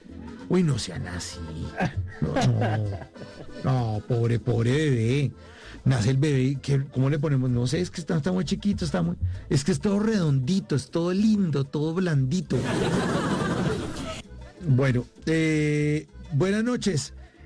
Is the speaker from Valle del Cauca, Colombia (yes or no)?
yes; Cali, Valle del Cauca, Colombia; en la ciudad de Cali, de donde soy.